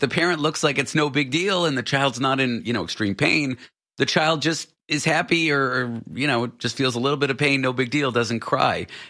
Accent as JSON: {"language": "English", "country": "Canada", "lives_now": "United States", "said": "No, I live in the U.S. I'm Canadian."}